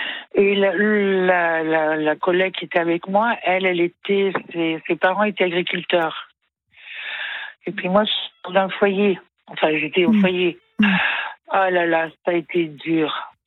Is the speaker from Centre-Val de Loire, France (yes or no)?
no; Grand Est, France; quand j'étais petite, je vivais en Alsace et j'habitais à côté d'une forêt.